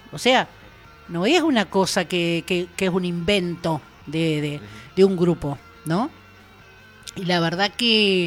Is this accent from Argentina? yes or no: yes; Argentina; Yo siempre fui argentina y argentina hasta la muerte